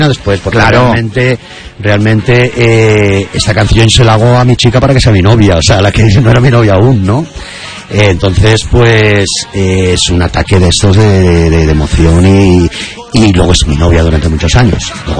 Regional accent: Benetússer, Valencian Community, Spain; en Benetusa, en mi pueblo. Aquí doy un saludo a todos mis paisanos

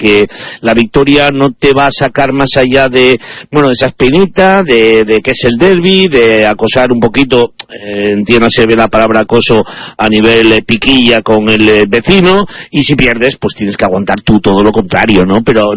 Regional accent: Asturias, Spain; Un detalle, Meco, a mí me hizo sentirme también muy orgulloso de mi tierra, porque colores aparte y rivalidades aparte, el sonar el himno de Asturias con la bandera de Asturias

